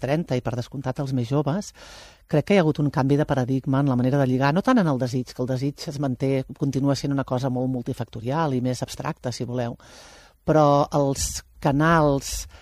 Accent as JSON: {"language": "Catalan", "town": "Prats de Lluçanès", "region": "Catalonia", "country": "Spain", "said": "Clar, tio, és que jo soc de Prats de Lluçanès."}